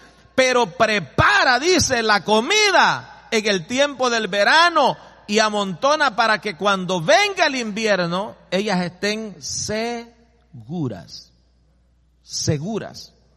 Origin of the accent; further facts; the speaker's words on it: El Salvador; moved away as an adult; now in United States; de lo que yo ganaba en El Salvador para venirme para los Estados Unidos. En el 97, 98, lo que yo ganaba allá.